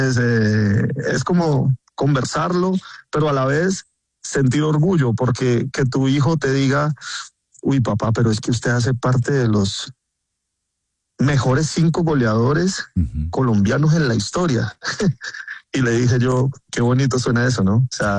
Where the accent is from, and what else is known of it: Colombia